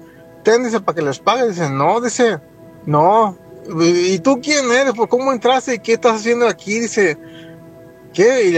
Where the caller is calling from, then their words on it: Las Vegas, Nevada, United States; de Las Vegas.